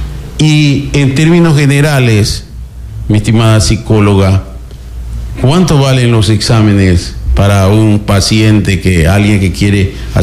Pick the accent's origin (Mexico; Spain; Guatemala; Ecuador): Ecuador; en nuestra República Ecuador